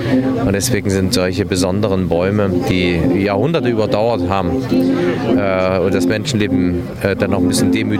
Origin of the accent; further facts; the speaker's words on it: Thuringia, Germany; Na, ich bin ja Thüringer und ich bin froh, wenn ich in Thüringen erstens besondere Projekte auswählen darf